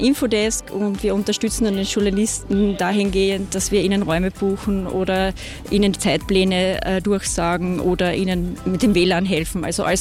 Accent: Velden, Carinthia, Austria; moved away as an adult; now in Vienna, Austria; Also ich komme ursprünglich aus Velden, bin aber dann wegen des Studiums nach Wien gegangen und bin jetzt eigentlich schon über 20 Jahre in Wien.

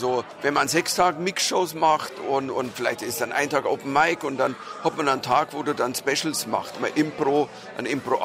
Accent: Bavaria, Germany; weil ich nicht komme als Deutscher, der die Österreich belehren will, sondern ich komme als A, auch als Bayer.

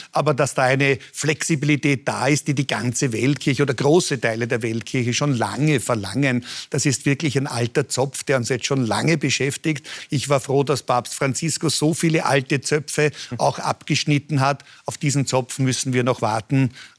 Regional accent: Vienna, Austria; Da sitze ich als Kind am Maurerberg außerhalb meines Gemeindebaus im Blick hinunter auf Mauer und Rodauen. Und ich habe eine glückliche Kindheit gehabt.

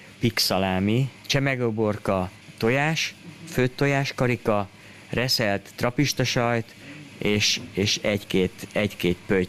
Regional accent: Hungary; És azért gondoltam, ha már magyarok vagyunk, akkor legyen valami magyar.

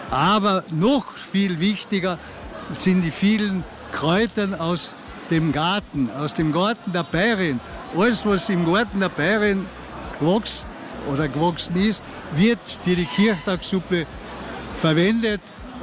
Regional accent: Villach, Carinthia, Austria; die Suppen, die wir da traditionell bei uns in Villach kochen, ist das Fleisch nach dem Kochen.

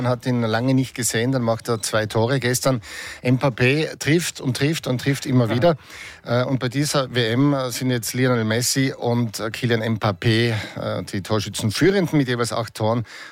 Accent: Austria; als Österreicher

